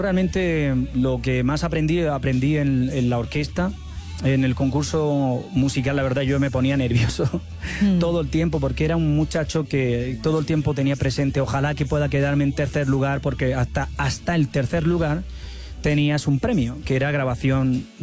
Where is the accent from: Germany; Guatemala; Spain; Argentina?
Spain; southern Spain; con sus composiciones y con su sonido de mi tierra, del sur de España.